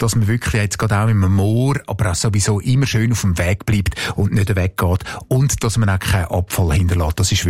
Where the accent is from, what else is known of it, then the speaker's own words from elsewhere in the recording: Switzerland; da gibt es ja ganz viele verschiedene Moore umeinander bei uns in der Schweiz